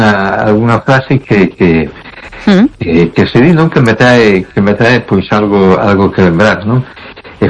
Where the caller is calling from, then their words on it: A Coruña, Galicia, Spain; Bueno, … … de Coruña. ¿Qué tal?